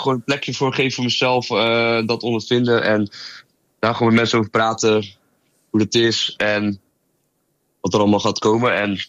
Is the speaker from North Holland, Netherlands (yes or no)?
no; Rotterdam, South Holland, Netherlands; also born or lived in Ridderkerk; Ja, ik kom uit Rotterdam. Ik ben geboren in Ridderkerk. En ik in mijn vast leven ben ik eigenlijk altijd in Rotterdam geweest, opgegroeid.